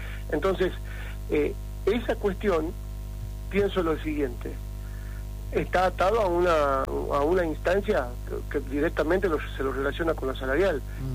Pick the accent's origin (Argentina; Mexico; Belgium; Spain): Argentina; La Rioja; Por eso mismo, porque no tenemos los riojanos, hablo como riojano, digamos, por eso digo no tenemos.